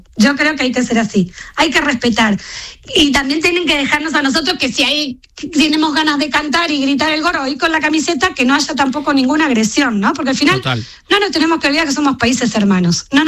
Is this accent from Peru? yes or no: no; Argentina; la gente salía a flambear la bandera, a gritar, a cantar, vamos, somos todos argentinos, o sea, como somos todos hermanos.